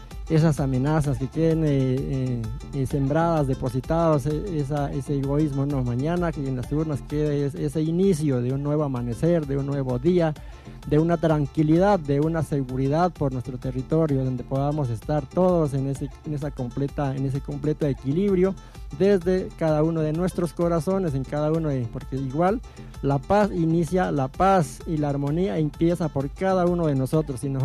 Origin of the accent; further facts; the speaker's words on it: Morales, Cauca, Colombia; somos colombianos, somos moralenses